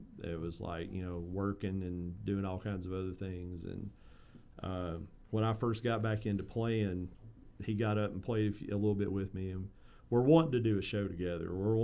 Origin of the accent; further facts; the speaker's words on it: Jonesville, Virginia, United States; I grew up in Jonesville, Virginia, which is not exactly a rock and roll mecca